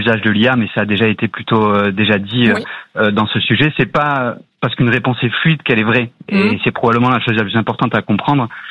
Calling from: La Chapelle-la-Reine, Île-de-France, France; De la Chapelle-la-Reine au sud de Paris.

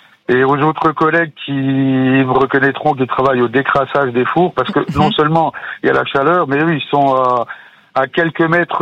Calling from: Grand Est, France; j'habite à un petit village à la frontière luxembourgeoise.

